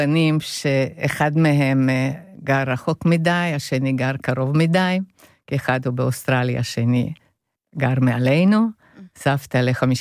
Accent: Hungary; Hebrew is a second language; now in Israel; אולי לא שומעים כבר את המבטא. פעם הייתי הונגריה. עליתי מהונגריה בעלייה אילגלית, ברחתי, וכאן פגשתי את בעלי

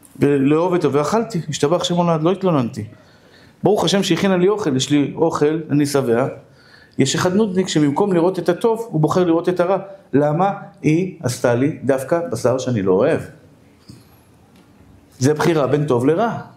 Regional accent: Bnei Brak, Tel Aviv District, Israel; אני דוס מבני ברק אחים, זקן לבן, לבוש שחור לבן

